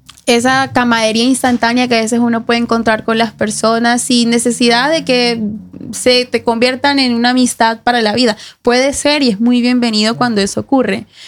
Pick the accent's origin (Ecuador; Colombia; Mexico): Colombia; Barranquilla, Atlántico; moved away as an adult; now in Norway; yo vengo de Barranquilla, la tierra de … saben, y de Sofía Vergara.